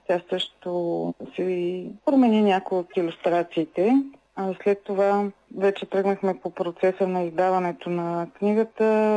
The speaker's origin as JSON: {"language": "Bulgarian", "town": "Pazardzhik", "region": "Pazardzhik Province", "country": "Bulgaria", "tie": "born or raised there", "moved": "yes", "said": "Аз съм родом от Пазарчик"}